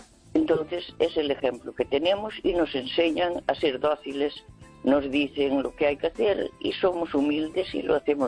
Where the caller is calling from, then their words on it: Santiago de Compostela, Galicia, Spain; de Santiago.